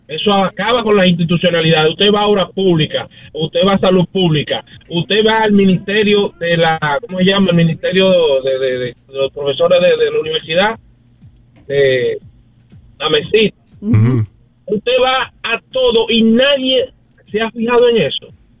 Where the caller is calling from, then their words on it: Dominican Republic